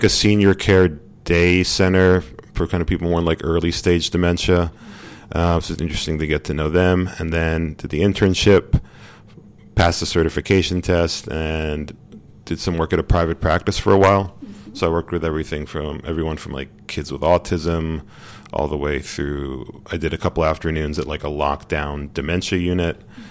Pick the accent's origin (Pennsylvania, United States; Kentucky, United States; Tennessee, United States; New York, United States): Pennsylvania, United States; I'm from Pennsylvania originally